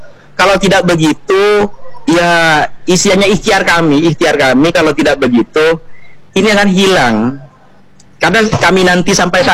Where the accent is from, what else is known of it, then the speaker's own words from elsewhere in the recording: Madura, East Java, Indonesia; Nah, di kita di Madura